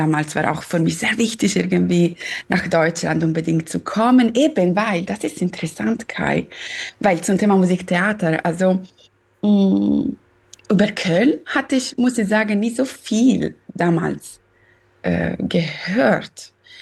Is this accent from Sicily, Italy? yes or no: yes; Sicily, Italy; German is a second language; also born or lived in Florence; Ursprünglich bin ich tatsächlich, also komme ich aus dem Süden, also Sizilien eigentlich, also Italien. Ich bin Italienerin